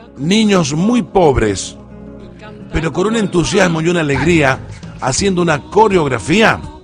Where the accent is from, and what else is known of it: Argentina